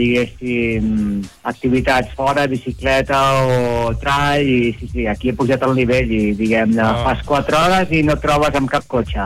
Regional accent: Barcelona, Catalonia, Spain; moved away as an adult; now in Moià, Spain; de Barcelona, però bueno, fa 4 anys que vivim al Moianès, a Moià.

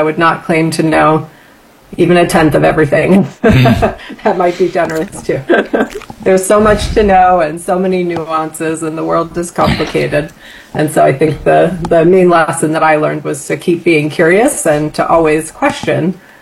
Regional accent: Boston, Massachusetts, United States; I, you know, growing up outside of Boston, I went to just a, you know, traditional public school, had a wonderful experience and a great upbringing.

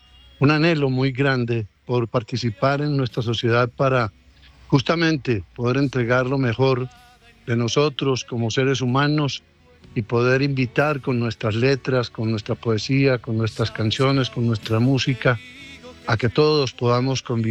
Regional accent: Colombia; de que esta selección que somos todos los colombianos para el mundo

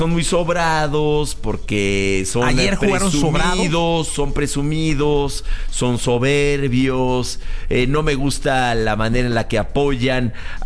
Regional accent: Mexico; porque yo soy de México y yo amo a México y al equipo de México.

